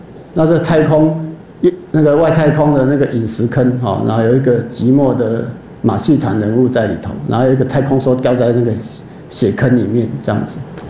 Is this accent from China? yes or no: no; Keelung, Taiwan; 这个是我基隆海边，我小时候住在那个巷子里面，征兵渔港哈。